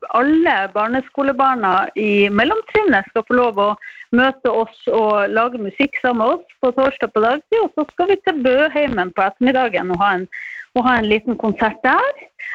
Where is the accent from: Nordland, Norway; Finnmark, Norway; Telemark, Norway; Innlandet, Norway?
Nordland, Norway; Sortland; also born or lived in Oslo; now in Lancaster, United Kingdom; når jeg vokste opp på Sortland på 80-tallet